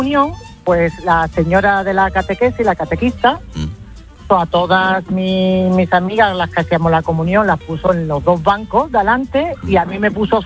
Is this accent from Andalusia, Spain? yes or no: yes; Seville, Andalusia, Spain; Yo soy de Sevilla y todos los zapatos hasta hace poco